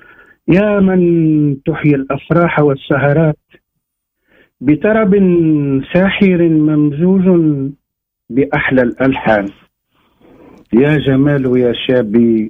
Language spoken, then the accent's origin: Arabic; Ouled Haffouz, Sidi Bouzid, Tunisia; also born or lived in Sfax; أنا أصيل ولاية سيدي بوزيد وقريت في صفاقس عام 86-87 وأصيل بالحق أصيل معتمدية أولاد حفوز